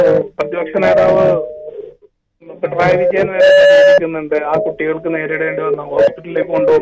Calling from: Mankada, Kerala, India

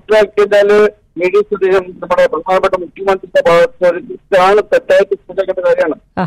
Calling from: Sharjah, United Arab Emirates

